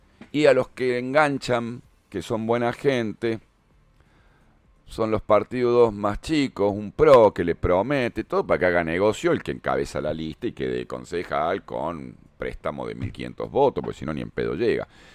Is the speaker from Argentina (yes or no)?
yes; Argentina; las que atravesamos todos los argentinos